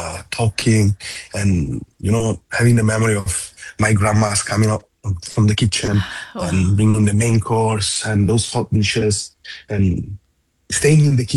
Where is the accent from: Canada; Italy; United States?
Italy; Genoa, Liguria; also born or lived in Calabria; now in Singapore; We stay in my hometown, it's Genova.